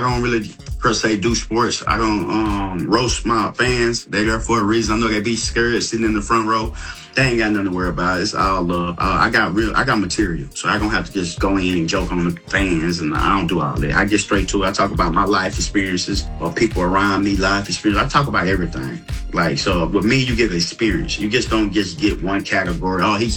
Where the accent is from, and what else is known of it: Texas, United States